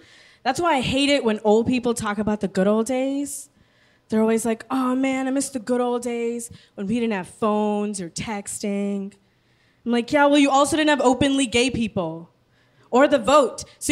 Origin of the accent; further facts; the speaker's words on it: United States; There's a lot of violence going on right now in the country that I'm from. I am from America. From here.